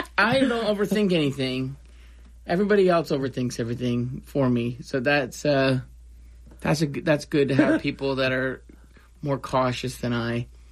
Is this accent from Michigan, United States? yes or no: yes; Michigan, United States; now in Nashville, United States; We're originally from Michigan, but moved to Nashville a couple years ago.